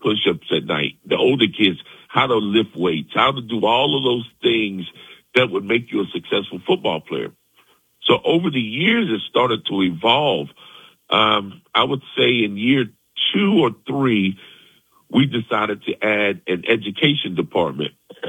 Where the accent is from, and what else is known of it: Greensboro, North Carolina, United States; born or raised there